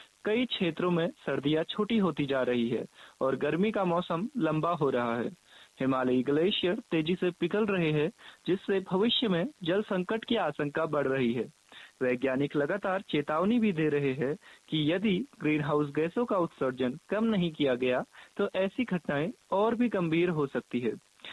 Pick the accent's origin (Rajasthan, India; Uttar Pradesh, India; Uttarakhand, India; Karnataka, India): Uttarakhand, India; moved away as an adult; now in Almora, India; मैं मूल रूप से सेराघाट क्षेत्र का निवासी हूँ और यहाँ अभी अल्मोड़ा में मेरा ज्योग्राफी से मास्टर्स की पढ़ाई चल रही है।